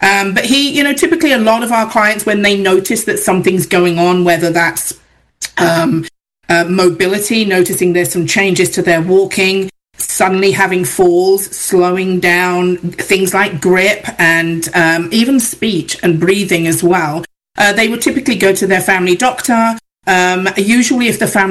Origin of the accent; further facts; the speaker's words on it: England, United Kingdom; now in Canada; So just before I moved from England here to Canada in 2007, my brother was diagnosed with ALS back home in the UK.